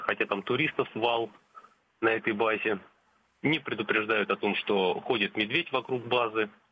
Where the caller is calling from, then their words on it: Moscow, Russia; я из Москвы.